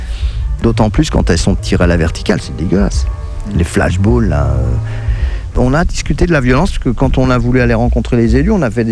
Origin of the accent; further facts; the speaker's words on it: Saint-Nazaire, Pays de la Loire, France; moi je viens de Saint-Nazaire en Loire-Atlantique